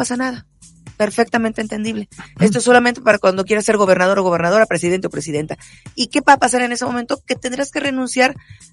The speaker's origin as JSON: {"language": "Spanish", "country": "Mexico", "moved": "yes", "lives_now": "United States"}